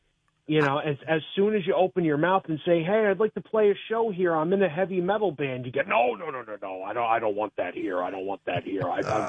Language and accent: English; Ossining, New York, United States; So I grew up in Ossining, New York, and I'm an MTV baby.